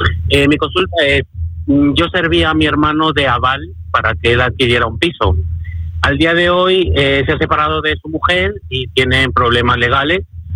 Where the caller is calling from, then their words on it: Madrid, Community of Madrid, Spain; llamo desde Vallecas.